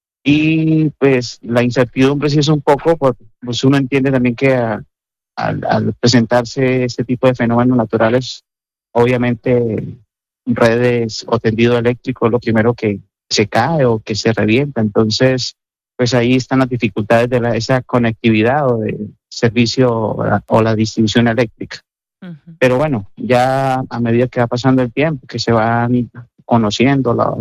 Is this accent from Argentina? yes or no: no; Norte de Santander, Colombia; moved away as an adult; now in Santiago de Compostela, Spain; yo soy del norte de Santander. Pero sí, mi familia, por parte de mi esposa, son oriundos de Valle del Cauca. Uh-huh. Y llevo residenciado en Santiago de Compostela sobre 25 años.